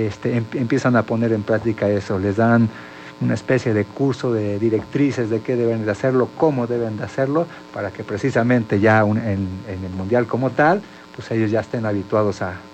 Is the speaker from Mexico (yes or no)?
yes; Mexico; orgullosos como mexicanos